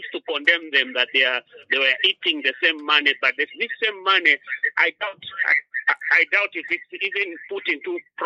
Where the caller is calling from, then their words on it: Chilanga, Lusaka Province, Zambia; I'm calling you from Shilanga.